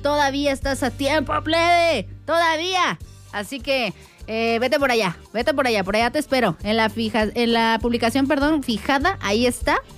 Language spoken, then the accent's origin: Spanish; San Juan del Río, Querétaro, Mexico; porque soy de las merititas tierras de San Juan del Río.